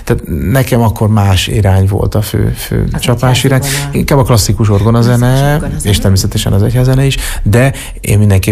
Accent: Kecskemét, Bács-Kiskun, Hungary; born there

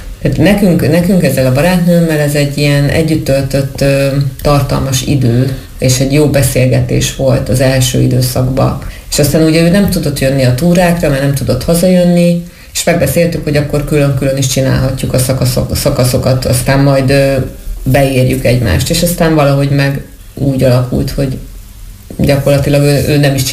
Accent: Great Hungarian Plain, Hungary; az Alföldön nőttem fel, tehát ott viszonylag kevés a hegy

